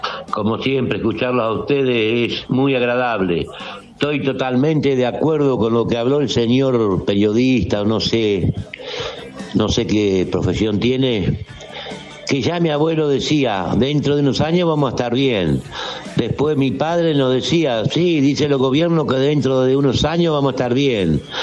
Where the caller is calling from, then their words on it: Argentina; Yo tengo 68 años. No tenemos salida. No somos unidos los argentinos.